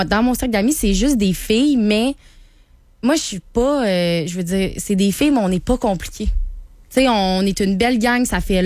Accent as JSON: {"language": "French", "town": "Quebec City", "region": "Quebec", "country": "Canada", "tie": "born or raised there", "said": "Moi, j'ai grandi à Beauport."}